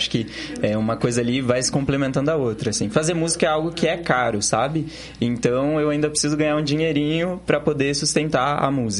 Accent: Curitiba, Paraná, Brazil; born there; now in Almirante Tamandaré, Brazil; Não, sou nascido em Curitiba

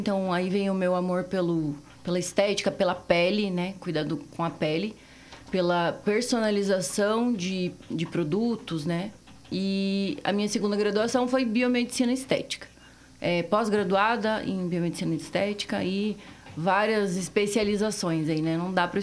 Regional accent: Curitiba, Paraná, Brazil; Eu sou nascida em Curitiba, nascida e criada em Curitiba.

